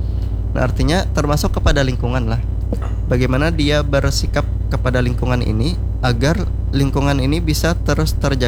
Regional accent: Banjar, South Kalimantan, Indonesia; kita sebagai orang Banjar

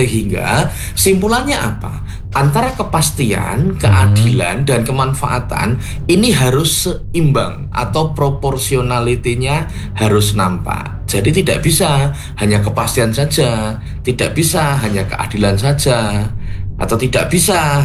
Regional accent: Surakarta, Central Java, Indonesia; saya sebagai orang Solo ya, KTP saya itu Solo. Itu zaman saya kecil dulu itu senang sekali bersepeda, itu melewati jalur lambat.

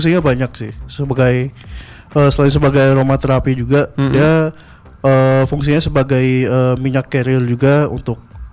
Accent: Bandung, West Java, Indonesia; Saya asli dari Bandung sih, dari Buah Batu.

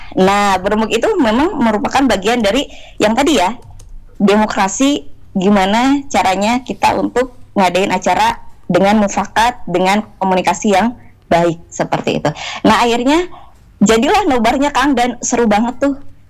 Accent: Sumedang, West Java, Indonesia; now in Bandung, Indonesia; kalau aslinya asli Sumedang, Kota Tahu.

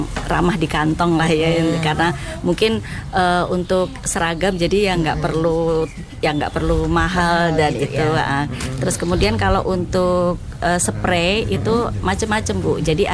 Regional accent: Sleman, Special Region of Yogyakarta, Indonesia; Terima kasih … berasal dari Manggung, Catur Tunggal, Depok, Sleman.

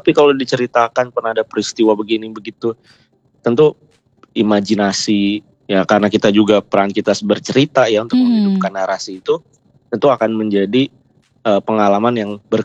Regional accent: Palembang, South Sumatra, Indonesia; moved away as an adult; also born or lived in Jakarta; now in Turkey; kita nih wong Palembang

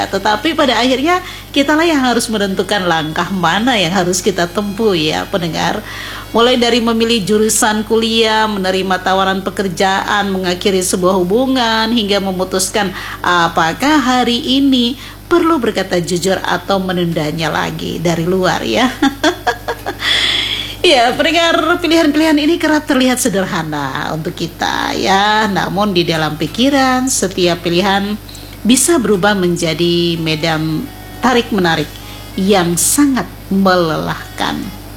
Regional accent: Papua, Indonesia; Nah, ini budaya kita orang Papua ya, suka makan pinang.

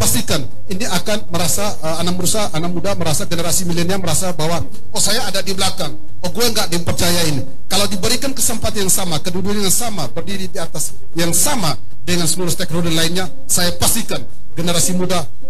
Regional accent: Indonesia; di Desa Manulondo, kampung saya tercinta.

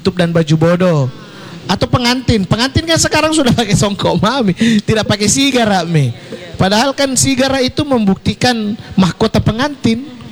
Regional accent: Makassar, South Sulawesi, Indonesia; Misalnya kalau saya menyebut … tanpa memproklamirkan bahwa saya orang Makassar, ketahuan.

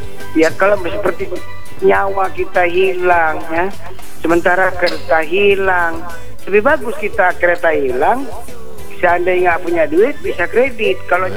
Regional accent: Medan, North Sumatra, Indonesia; Ya saya orang warga Medan nih, asli lahir di Medan. Nah, bukan perantau.

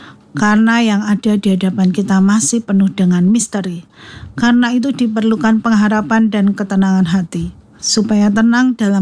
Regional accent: Indonesia

